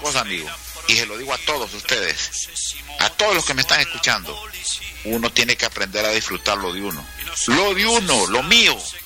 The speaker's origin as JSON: {"language": "Spanish", "country": "Honduras", "said": "Eso yo lo disfruto porque ese es mi país."}